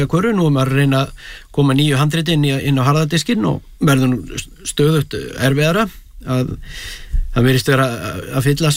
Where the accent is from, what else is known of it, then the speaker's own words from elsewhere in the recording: Bíldudalur, Westfjords, Iceland; ég ólst upp á Bíldudal og það voru bíósýningar tvisvar í viku sko.